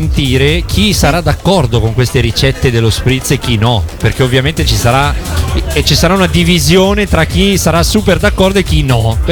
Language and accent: Italian; Milan, Lombardy, Italy; noi esattamente de Milan, Varese, lì così non si usa.